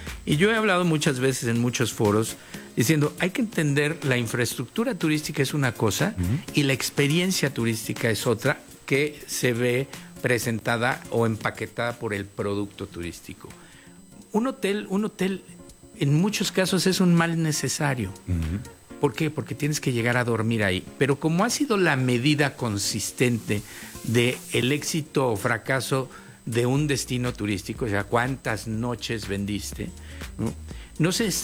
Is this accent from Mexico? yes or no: yes; Mexico; como mexicano te sientes orgulloso